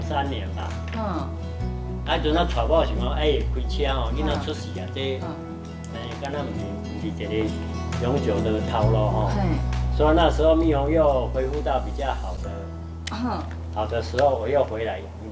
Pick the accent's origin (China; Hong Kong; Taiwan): Taiwan; Taichung; 跟我出生的地点有关系啊，我在头汴坑土生土长啊。